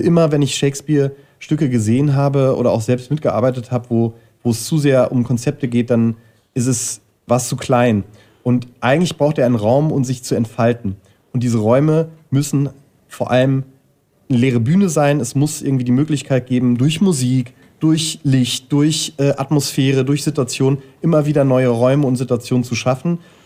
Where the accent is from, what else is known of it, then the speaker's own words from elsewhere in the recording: North Rhine-Westphalia, Germany; born there; moved away; Ich komme aus der Nähe von Neuss, das ist bei Düsseldorf, und da gibt es ein Globe-Festival und da war ich manchmal als Kind.